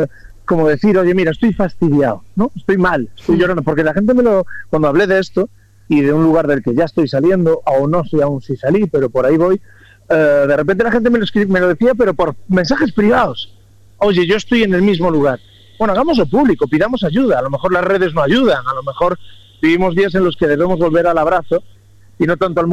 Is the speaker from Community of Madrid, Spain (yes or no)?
no; Galicia, Spain; soy del 83, de Galicia